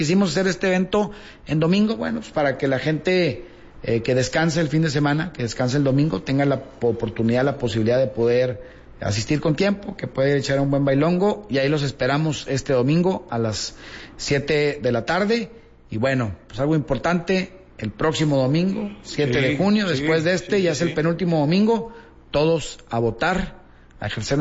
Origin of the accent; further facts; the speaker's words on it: Mexico; somos un país, México, somos todos, ¿no? Todos uh-huh. somos ciudadanos mexicanos